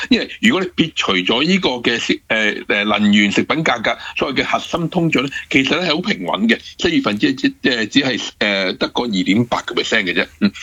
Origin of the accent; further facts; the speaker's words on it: Hong Kong; 我香港人